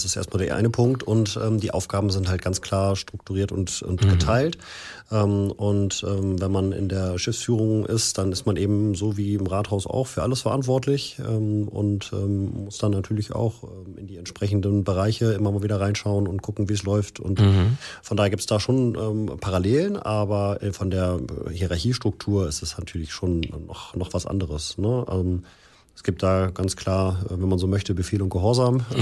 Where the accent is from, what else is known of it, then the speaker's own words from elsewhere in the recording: Cologne, North Rhine-Westphalia, Germany; Ja, ich bin in Köln geboren, aufgewachsen, zur Schule gegangen und habe dort die Grundschule besucht.